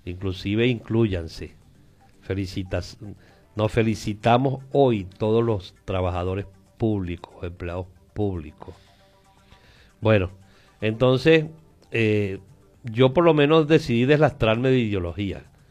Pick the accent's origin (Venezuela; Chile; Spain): Venezuela; El Tigre, Anzoátegui; born there; Yo nací en El Tigre, Estado Anzoátegui